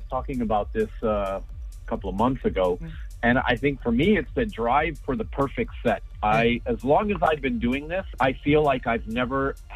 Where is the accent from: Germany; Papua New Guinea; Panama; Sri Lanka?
Germany; English is a second language; now in United States; when I first moved to the USA from Germany, I didn't speak English. So radio was my escape.